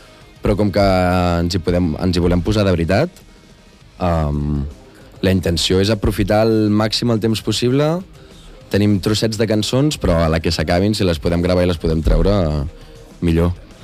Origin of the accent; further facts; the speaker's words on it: El Vendrell, Catalonia, Spain; el fet de ser de Vendrell de tota la vida